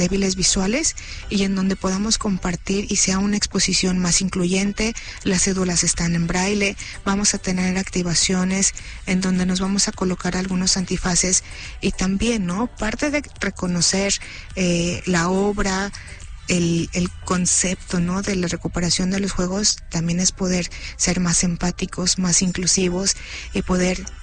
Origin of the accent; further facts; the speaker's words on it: Mexico; muy lindo como mexicanos poder compartir toda nuestra riqueza cultural que tenemos.